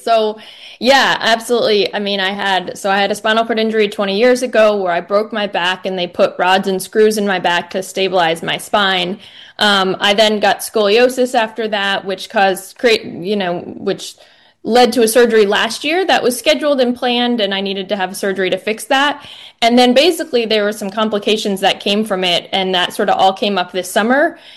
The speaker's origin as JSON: {"language": "English", "region": "Vermont", "country": "United States", "tie": "born or raised there", "said": "Yeah, so I grew up in Vermont."}